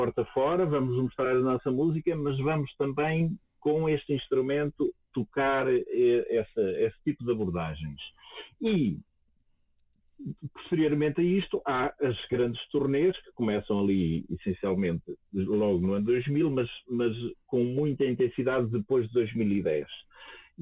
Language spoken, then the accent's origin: Portuguese; Portugal; sendo nós portugueses